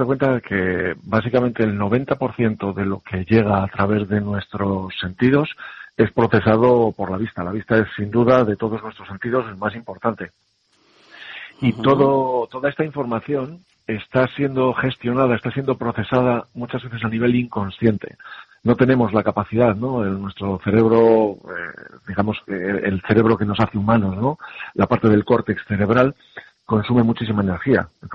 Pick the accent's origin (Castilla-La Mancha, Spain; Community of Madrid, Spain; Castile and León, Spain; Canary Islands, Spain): Castile and León, Spain; Burgos; now in Galicia, Spain; provengo de Burgos y ¿sí? allí esta fiesta no está tan interiorizada dentro de la cultura. Bueno, pero desde que estoy en Galicia